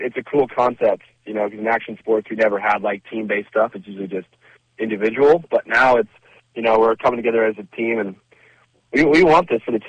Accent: New Jersey, United States; now in California, United States; I mean, I'm actually from New Jersey, but I've made my career out here in California.

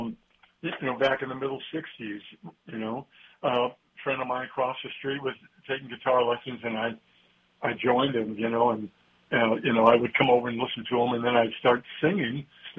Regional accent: California, United States; growing up in California, you know

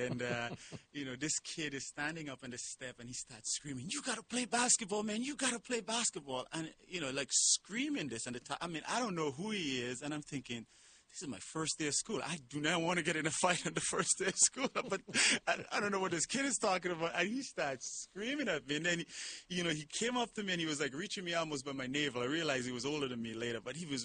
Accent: Canouan, Grenadines, St. Vincent & Grenadines; I went to, when I grew up in Canawan, which is, I told you, 3 miles and about 500 people.

